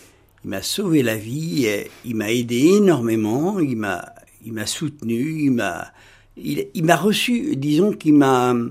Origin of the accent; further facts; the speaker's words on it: Cholet, Pays de la Loire, France; Alors moi, je suis né à Cholet en 1961. J'ai donc 65 ans à peine. Je les aurai à la fin de l'année. Et j'ai habité la Bruchière avec mes parents, bien entendu, mes frères et sœurs.